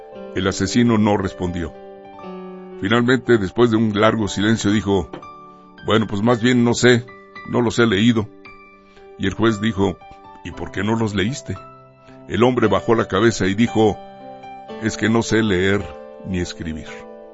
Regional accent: Mexico; estamos pagando en México

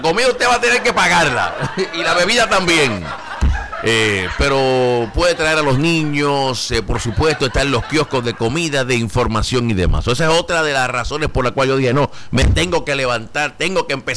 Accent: Puerto Rico

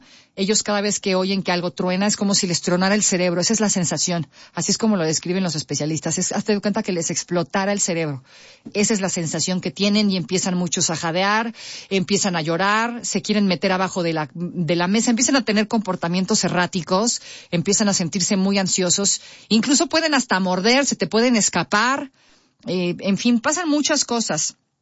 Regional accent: Mexico; Pues usted sabe, pues somos guatequeros. Nos gusta el mitote a los mexicanos. Así somos.

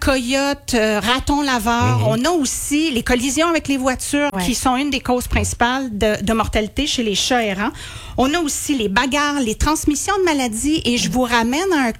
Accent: Quebec, Canada; chez nous au Québec

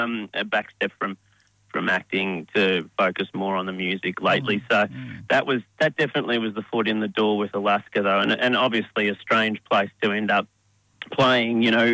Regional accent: Hamilton, Victoria, Australia; now in southeast Queensland, Australia; Yes, I'm actually from country Victoria, Western Victoria. So I grew up near Hamilton, sort of between Hamilton and Port Fairy. My parents moved back there, actually.

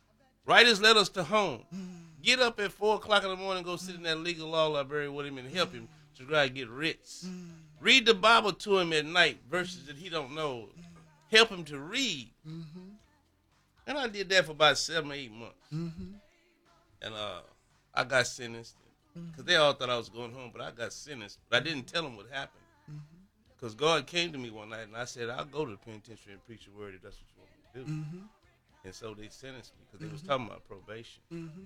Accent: Houston, Texas, United States; I'm from Houston, but I fell in Dallas.

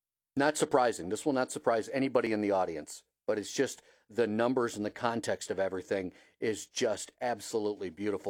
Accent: Ohio, United States; now in Northern Nevada, United States; When you're raised, born and raised in Northern Ohio

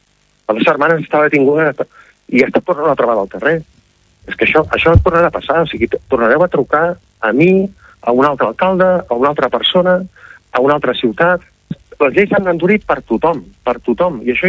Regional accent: Manresa, Catalonia, Spain; jo, de fet, he nascut, he estudiat, m'he criat a Manresa

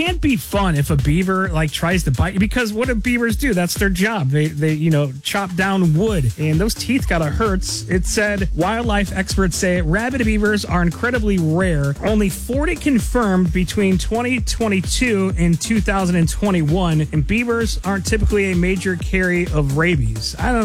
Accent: Chicago, Illinois, United States; I was born and raised in Chicago, so Chicago over New York City.

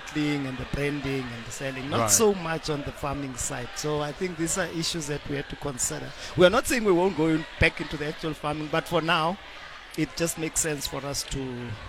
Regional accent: Northern Cape, South Africa; I'm from the Northern Cape originally.

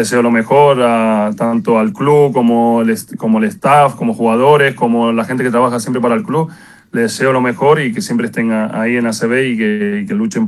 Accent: Canary Islands, Spain; mi mayor ilusión era estar en mi isla, en mi tierra

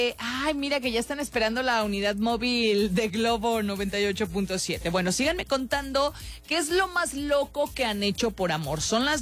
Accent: Celaya, Guanajuato, Mexico; Te platico, yo soy de Celaya y cuando salí de la universidad entré a hacer mis prácticas en una empresa.

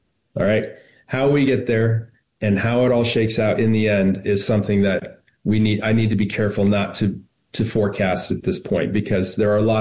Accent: Kansas City, Missouri, United States; born or raised there

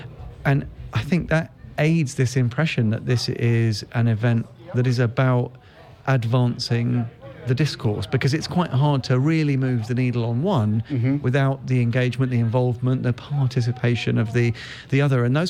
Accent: England, United Kingdom; I'm English, after all.

